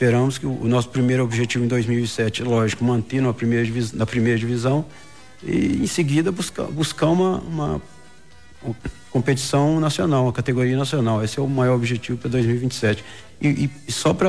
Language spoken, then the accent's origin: Portuguese; Manhuaçu, Minas Gerais, Brazil; Eu sou de natural de Manhuaçu